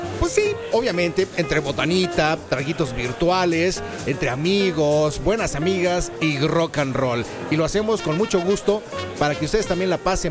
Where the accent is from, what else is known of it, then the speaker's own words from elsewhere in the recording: Mexico; porque somos mexicanos